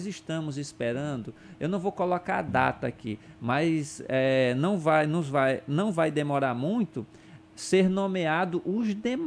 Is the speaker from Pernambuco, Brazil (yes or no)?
no; Benjamin Constant, Amazonas, Brazil; now in Tabatinga, Brazil; eu sou natural de Benjamin Constant.